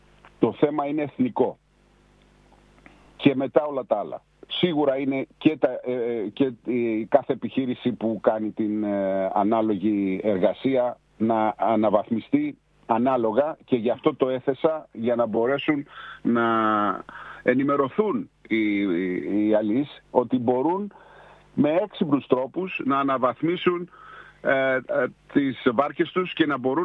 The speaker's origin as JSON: {"language": "Greek", "country": "Greece"}